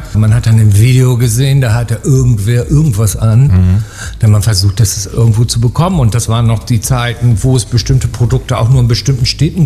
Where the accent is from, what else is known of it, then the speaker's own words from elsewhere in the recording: Hamburg area, Germany; also born or lived in London, United Kingdom; ich bin in der Nähe von Hamburg aufgewachsen und seit Mitte der 80er Jahre dann auch immer ins Front gepilgert.